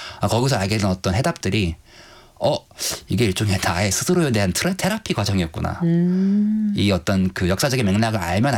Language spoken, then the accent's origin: Korean; Gangwon, South Korea; 강원도 사람으로서